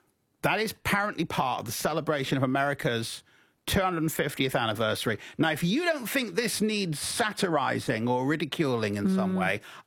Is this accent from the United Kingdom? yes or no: yes; England, United Kingdom; I know I ought to say soccer, but I'm English, so I'm going to say football